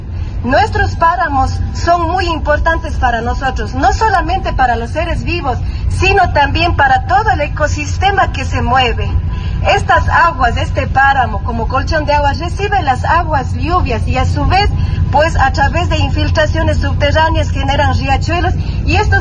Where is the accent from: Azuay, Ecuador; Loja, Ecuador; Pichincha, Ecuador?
Azuay, Ecuador; lo que está pasando en mi territorio, en Quimsacocha. Vengo desde el sur del Ecuador, soy del pueblo quichua cañari.